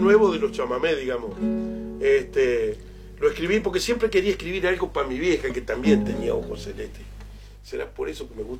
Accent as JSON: {"language": "Spanish", "region": "Entre Ríos", "country": "Argentina", "tie": "born there", "also_born_or_lived": "Victoria, Entre Ríos / Rincón de Nogoyá", "said": "Yo nací en Victoria, en realidad. Ah. Y estuve hasta los 4 años en Rincón de Nogoyá, en ese boliche que lo tenía mi vieja y mi viejo, que después siguió mi abuela, lo tenía de antes y se lo dieron a ellos un tiempo, que se habían casado medio joven, y ahí me fui al sexto distrito."}